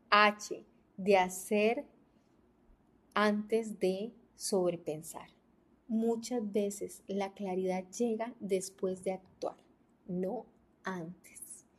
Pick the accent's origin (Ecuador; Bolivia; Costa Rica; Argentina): Costa Rica; Yo soy de acá de Costa Rica